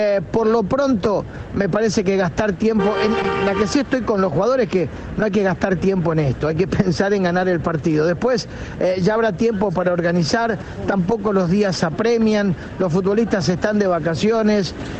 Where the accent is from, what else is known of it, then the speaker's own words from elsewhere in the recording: Argentina; somos argentinos